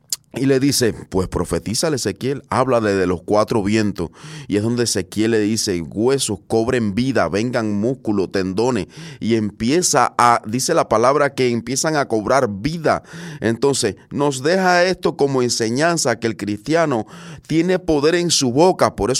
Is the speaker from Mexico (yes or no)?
no; Cuba; Pero en Cuba, de donde vengo, se estila mucho eso, tristemente, ¿ves?